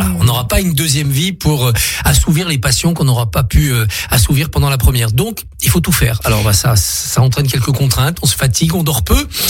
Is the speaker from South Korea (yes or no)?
no; Auvergne-Rhône-Alpes, France; born there; moved away as an adult; J'étais au fin fond de la Haute-Savoie.